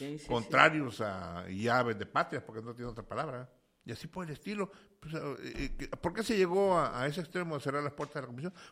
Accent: Mexico; Pero nos vale un sorbete como mexicanos, realmente saber el análisis.

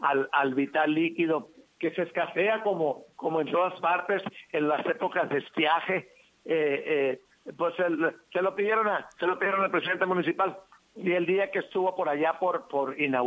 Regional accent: Boca de Arroyo, Sinaloa, Mexico; also born or lived in Tehueco; Se enojan las mujeres de Boca de Arroyo porque digo que soy de Tehueco, y las de Tehueco se enojan porque digo que soy de Boca de Arroyo.

